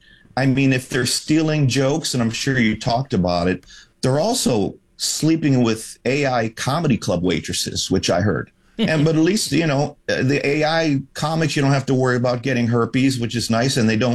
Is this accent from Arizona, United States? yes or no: yes; Arizona, United States; I grew up in Arizona.